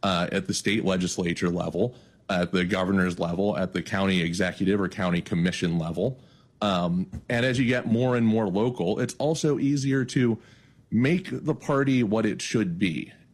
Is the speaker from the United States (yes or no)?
yes; Wheeling, West Virginia, United States; moved away; in my hometown of Wheeling, which is not where I am right now, but it's still very much close to my heart